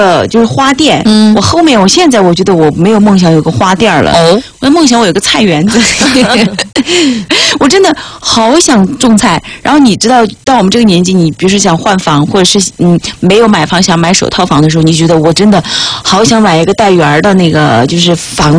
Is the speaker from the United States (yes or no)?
no; China